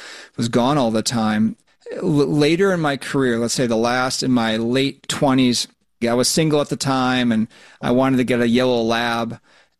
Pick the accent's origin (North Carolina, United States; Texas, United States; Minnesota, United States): Minnesota, United States; born or raised there